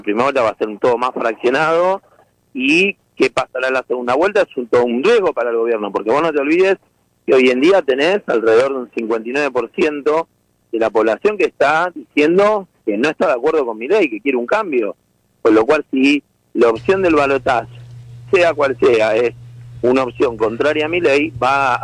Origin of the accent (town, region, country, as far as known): Argentina